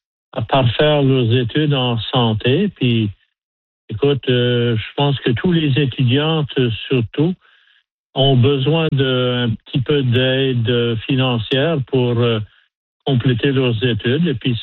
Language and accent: French; Nova Scotia, Canada; moi je suis de la Nouvelle-Écosse, je suis un natif d'ici.